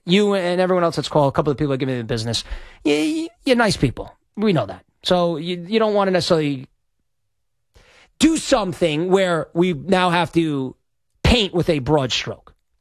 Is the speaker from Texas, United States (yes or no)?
no; Long Island, New York, United States; because I'm from Long Island